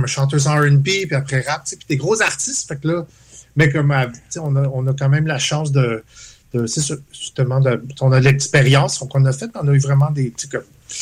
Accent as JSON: {"language": "French", "town": "Châteauguay", "region": "Quebec", "country": "Canada", "tie": "born or raised there", "said": "Quand j'étais jeune, je venais de Châteauguay. Tu sais, de la banlieue"}